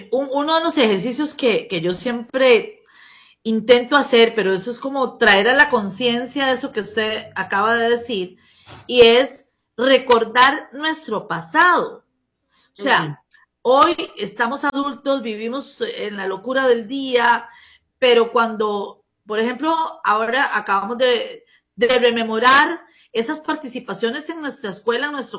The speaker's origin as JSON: {"language": "Spanish", "country": "Costa Rica", "also_born_or_lived": "Barcelona"}